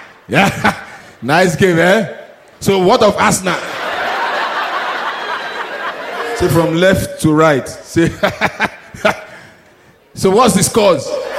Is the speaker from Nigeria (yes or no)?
yes; Nigeria; I'm Nigerian.